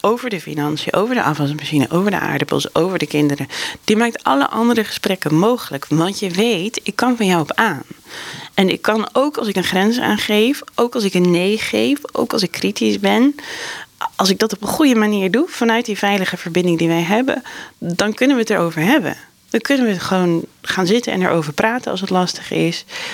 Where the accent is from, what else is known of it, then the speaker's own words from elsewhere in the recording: Amsterdam, North Holland, Netherlands; dan is dit dus waar ik woon. Maar ik kom uit Amsterdam en daar is het ook heel leuk.